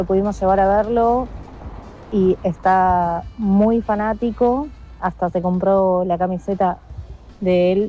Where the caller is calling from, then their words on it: Caseros, Buenos Aires Province, Argentina; de Caseros